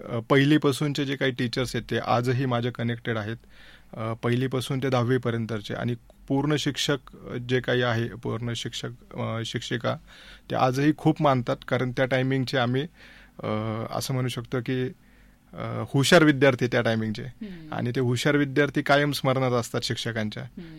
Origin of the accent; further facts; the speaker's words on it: Ahmednagar, Maharashtra, India; मी नगरचाच आहे.